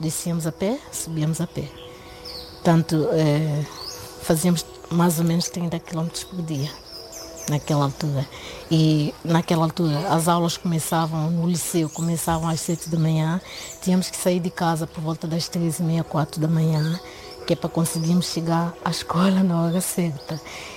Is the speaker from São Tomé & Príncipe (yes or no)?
yes; António Soares, São Tomé & Príncipe; born there; Eu nasci em São Tomé, mais precisamente em António Soares, que é uma pequena localidade lá em São Tomé.